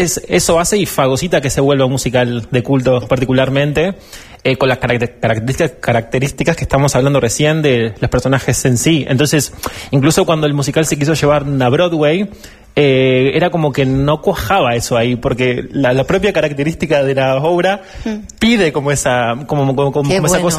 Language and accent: Spanish; Uruguay; moved away as an adult; now in Madrid, Spain; Yo soy de Uruguay, me formé en la Escuela Nacional de Ópera allá, y ahí mismo, luego de la escuela, debuté en West Side Story